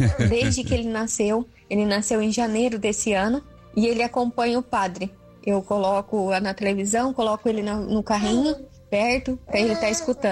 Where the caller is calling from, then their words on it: Cianorte, Paraná, Brazil; eu sou aqui de Cianorte, Paraná.